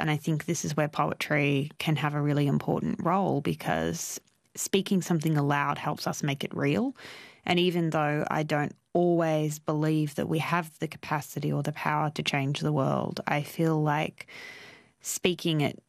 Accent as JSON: {"language": "English", "town": "Sydney", "region": "New South Wales", "country": "Australia", "tie": "born or raised there", "said": "this huge wealth of elders who had guided and led particularly the community that I grew up in Western Sydney."}